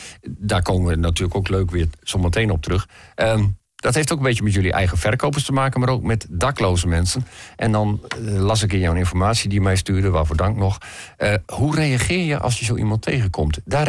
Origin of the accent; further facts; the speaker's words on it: Groningen, Netherlands; Hoe staan wij er allemaal als Groningers zeg maar tegenover?